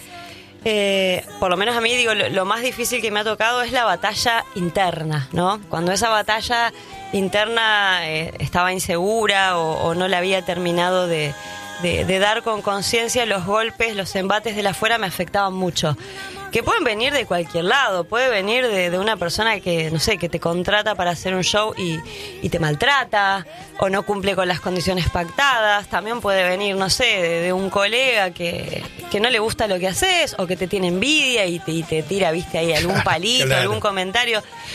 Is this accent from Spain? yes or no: no; Río de la Plata, Argentina; Somos rioplatenses totalmente.